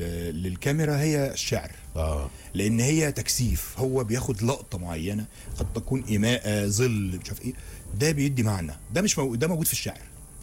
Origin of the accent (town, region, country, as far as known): Egypt